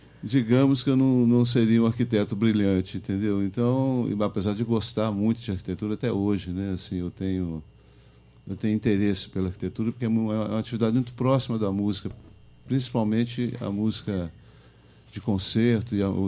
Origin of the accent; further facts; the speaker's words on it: Varginha, Minas Gerais, Brazil; born there; moved away; um pai nordestino, uma mãe carioca, e eu fui nascer em Varginha, no sul de Minas.